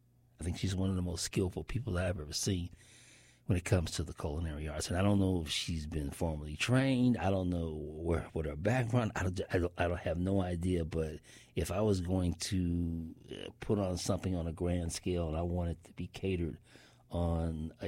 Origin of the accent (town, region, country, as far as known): San Francisco, California, United States; born or raised there